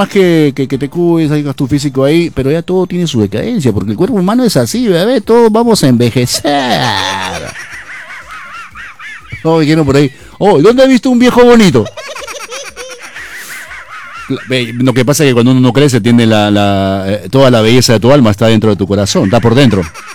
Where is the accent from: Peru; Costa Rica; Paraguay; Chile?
Peru; Somos peruanos, ¿no?